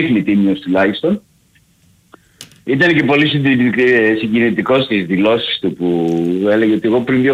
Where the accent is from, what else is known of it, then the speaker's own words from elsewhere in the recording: Athens, Attica, Greece; Εγώ έχω την ατυχία να είμαι Αθηναίος Γκάγκαρος, πάπου προς πάπου.